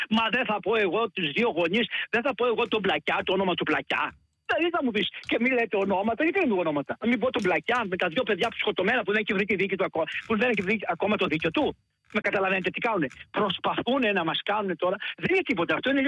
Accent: Greece; now in Cameroon; Επίσης είμαι ξένος εγώ, μπορεί να είμαι Έλληνας.

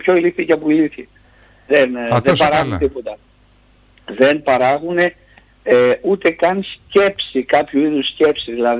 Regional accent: France; Εγώ είμαι από τη Γαλλία.

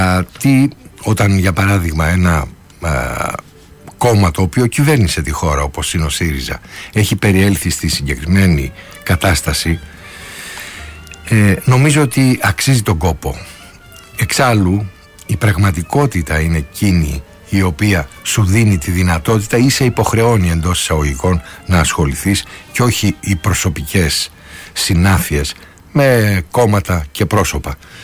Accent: Western Greece, Greece; η καταγωγή σας είναι από κάτω, από την πατρίδα μου δηλαδή

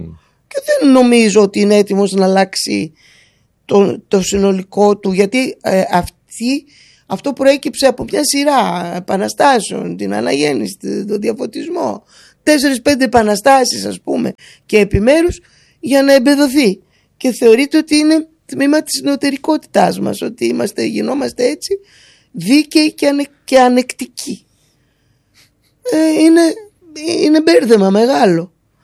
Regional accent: Greece; Το κάνω επειδή είμαι Ελληνίδα

